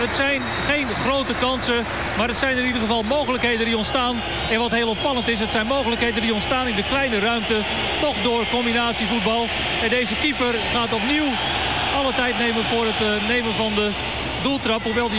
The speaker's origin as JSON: {"language": "Dutch", "country": "Netherlands", "said": "En dat zien we als Nederlander graag."}